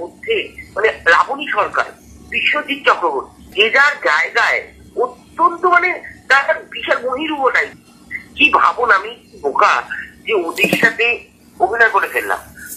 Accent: Malda, West Bengal, India; now in Kolkata, India

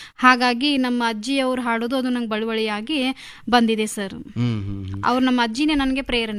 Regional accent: Bagalkot, Karnataka, India; moved away as an adult; now in Bengaluru, India; ನಾವು ಬಾಗಲಕೋಟೆಯಿಂದ ಬಂದಿದ್ದೀವಿ, ಇಲ್ಲಿ ಕೆಲಸದ ಮೇರೆಗೆ ಅಂತ ಬ್ಯಾಂಗ್ಳೂರಲ್ಲಿ ಇರೋದು.

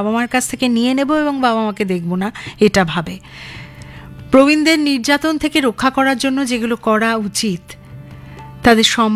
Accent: India; কারণ আমরা ভারতীয়

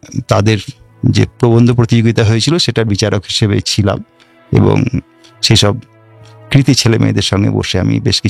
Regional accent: West Bengal, India; now in Suri, India; আমার বাড়ি বীরভূমের রামপুরহাট সাব ডিভিশনের মাসরা বলে একটি গ্রামে, বর্তমানে আমি সিউড়িতে থাকি।

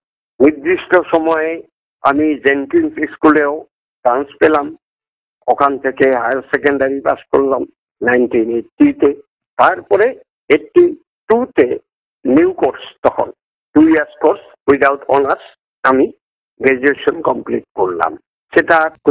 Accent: Assam, India; first language Assamese; Bangla is a second language; মানে কি আমি ভাষা বুঝতে পারতাম না বাংলা, আমার মাতৃভাষা তো অ্যাসামিস, যার জন্য বাংলা ভাষা আমি বুঝতে পারিনি।

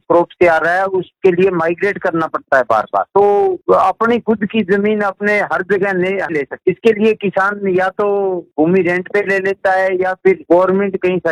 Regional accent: Lalgarh Jatan, Rajasthan, India; मैं लालगढ़ जाटान जिला श्री गंगानगर का निवासी हूं

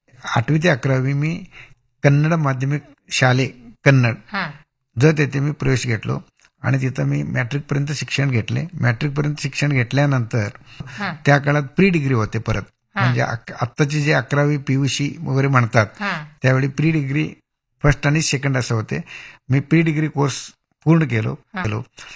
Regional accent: Tikondi, Maharashtra, India; मी स्वतःहून तिकोंडीतनं शिकून तिकोंडीचा जन्म घेऊन मी बाहेर शिकत होतो आणि माझ्या गावी शिकायला बाहेर गावी लोक येत होता.

